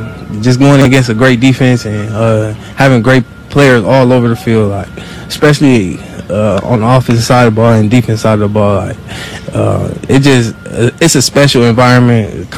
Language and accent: English; the Bay Area, California, United States; growing up in the Bay Area